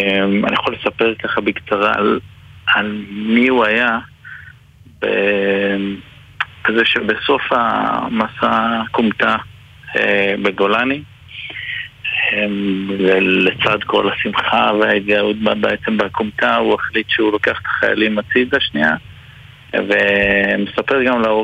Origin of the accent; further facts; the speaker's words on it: Bar Giora, Jerusalem District, Israel; now in Rehovot, Israel; נולדנו במושב בר גיורא, נמצא ליד ירושלים, ואני עכשיו וגר ברחובות